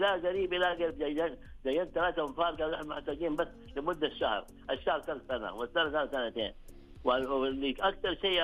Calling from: Medina, Medina Province, Saudi Arabia; انا من المدينه المنوره

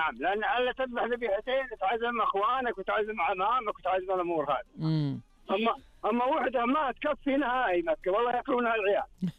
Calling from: Northern Borders, Saudi Arabia; من الحدود الشمالية

